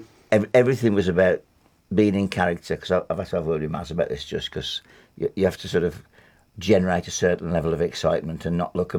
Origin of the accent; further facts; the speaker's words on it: Wednesbury, West Midlands, United Kingdom; I'm from Wensbury